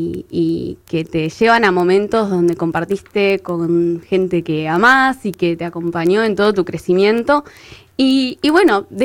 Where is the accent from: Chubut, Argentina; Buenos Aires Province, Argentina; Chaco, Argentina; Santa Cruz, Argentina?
Santa Cruz, Argentina; Río Gallegos; moved away as an adult; also born or lived in Spain / Australia; Soy de acá, de Río Gallegos, y estuve viajando mucho, estuve viviendo en diferentes lugares en el mundo, uh-huh. Y me acerqué al mar y siempre viví en ciudades costeras. Viví en España, uh-huh. Frente al mar Mediterráneo.